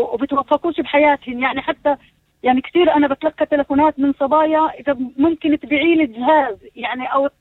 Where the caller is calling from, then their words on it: Umm al-Fahm, Haifa District, Israel; من ام الفحم